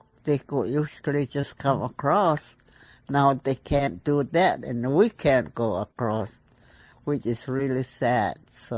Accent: Arizona, United States; moved away as an adult; now in San Francisco, United States; I grew up in Kapawa. I don't know if you know where that is. Anyway, I was born there, raised up by my grandparents

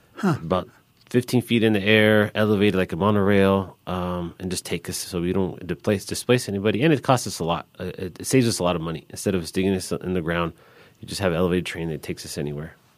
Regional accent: Los Angeles, California, United States; growing up in South Central LA in a domestic house violence, in a domestic violence household

